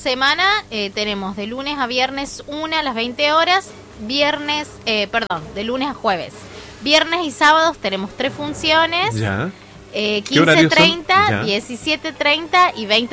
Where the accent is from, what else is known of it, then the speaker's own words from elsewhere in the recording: Argentina; diríamos los argentinos